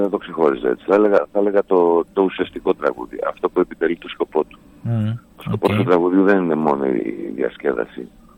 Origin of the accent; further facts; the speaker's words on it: Thessaloniki, Central Macedonia, Greece; που ειδικά σαν Θεσσαλονικιός είναι